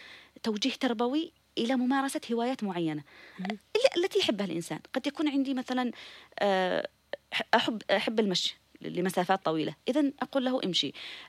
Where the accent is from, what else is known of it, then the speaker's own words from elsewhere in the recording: Yemen; والدوام عندنا في اليمن حقيقة دوام خفيف جدا